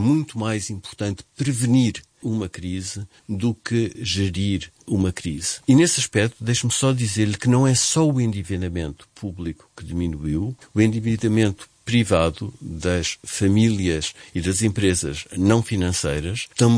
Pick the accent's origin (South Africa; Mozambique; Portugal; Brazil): Portugal; sendo nós portugueses